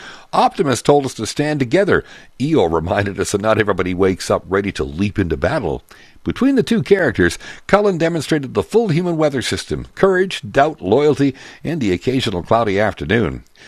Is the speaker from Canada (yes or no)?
yes; West Coast, Canada; As a Canadian West Coast boomer settler, I also think about place and responsibility.